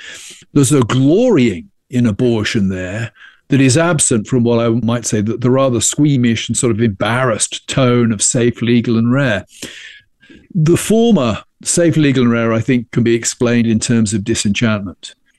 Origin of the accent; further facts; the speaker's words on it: England, United Kingdom; When I was growing up in Europe, the political debates in England were, you know, they're about tax rates